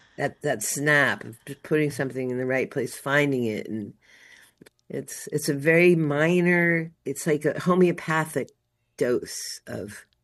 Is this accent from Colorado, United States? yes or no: no; Long Island, New York, United States; moved away; we're both from Long Island